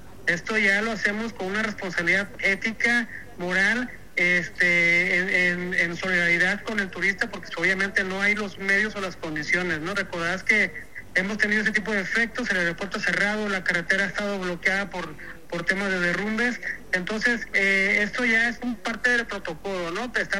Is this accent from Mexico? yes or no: yes; Jalisco, Mexico; pues yo soy del estado de Jalisco